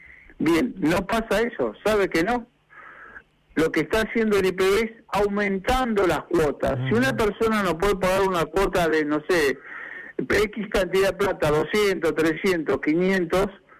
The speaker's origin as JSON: {"language": "Spanish", "town": "Comodoro Rivadavia", "region": "Chubut", "country": "Argentina"}